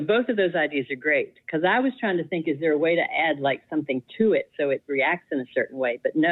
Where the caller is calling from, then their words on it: Papua, Indonesia; I'm calling from Papua on the island of New Guinea in Indonesia.